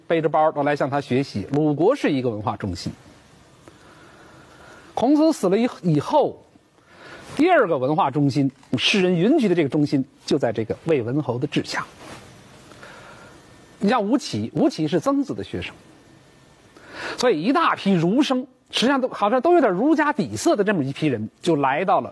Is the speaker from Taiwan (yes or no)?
no; China